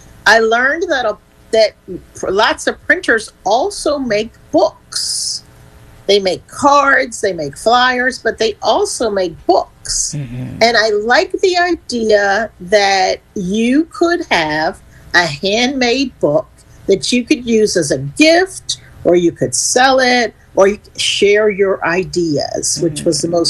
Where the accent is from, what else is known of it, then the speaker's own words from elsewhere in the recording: Philadelphia, Pennsylvania, United States; moved away as an adult; now in Savannah, Georgia, United States; because I'm from Philly.